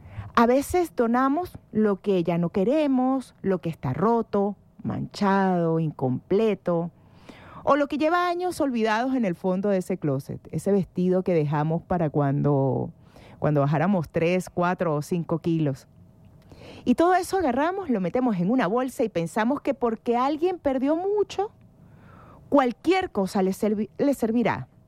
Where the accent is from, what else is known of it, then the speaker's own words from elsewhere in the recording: Venezuela; en Venezuela tenemos una relación muy particular con ella.